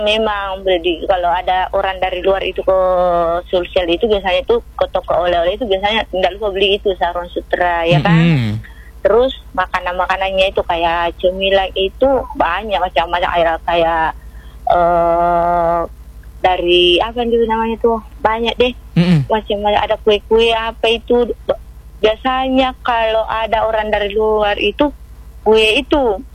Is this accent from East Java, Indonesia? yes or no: no; Makassar, South Sulawesi, Indonesia; Ya saya besar di Kota Daeng Ji. Jadi yang saya tahu itu Jalan Kote.